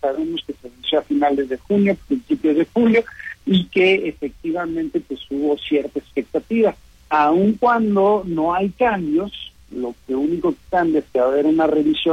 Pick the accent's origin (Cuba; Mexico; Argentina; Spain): Mexico; como a veces vemos que en México tratamos de inventar